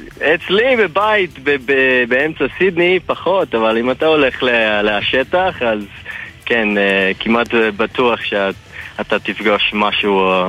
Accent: Australia; אבא שלי ישראלי ואמא שלי אוסטרלי, ויש לי עדיין משפחה, כל המשפחה של אבא שלי פה בארץ, אז... כן, נולדתי וגדלתי באוסטרליה, אבל כל שנתיים, שלוש שנים אנחנו באנו לפה לבקר סבתא, דוד, דודה.

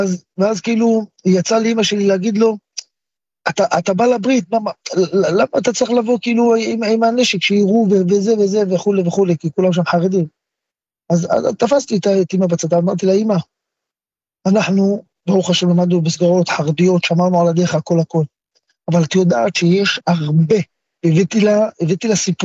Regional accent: Bnei Brak, Tel Aviv District, Israel; born there; moved away as an adult; now in Safed, Israel; אני למדתי גם בסתמר, אני גדלתי בבית, גם אחרי שהתגייסתי, אמרו לי, אל תבוא לבית עם מדים, אל תבוא לבני ברק עם מדים

